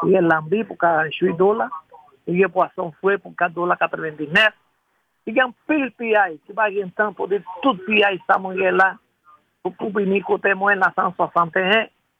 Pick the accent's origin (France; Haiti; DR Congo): Haiti; On est haïtien